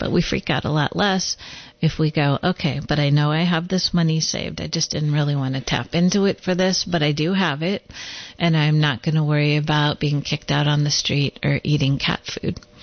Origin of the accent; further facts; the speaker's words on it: California, United States; I'm from California.